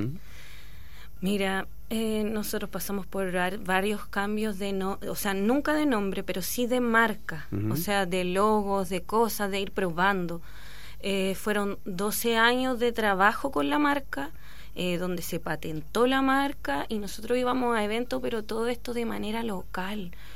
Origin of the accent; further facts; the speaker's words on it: Valparaíso, Chile; also born or lived in Santiago; yo salí del Liceo 2 de Niñas y de Valparaíso, y me puse a trabajar al tiro, y prácticamente fue al tiro de promotora. Entonces trabajé acá y trabajé en Santiago